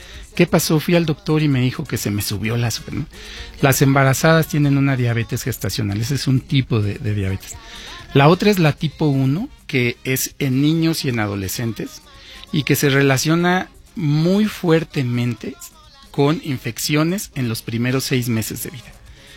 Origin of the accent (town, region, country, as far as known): Mexico